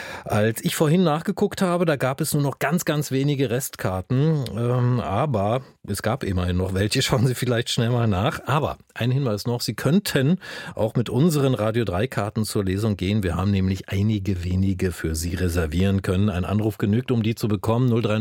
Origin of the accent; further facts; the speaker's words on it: East Germany, Germany; Also auf der einen Seite hieß es ja schon zu DDR-Zeiten, ich bin selber in der Platte aufgewachsen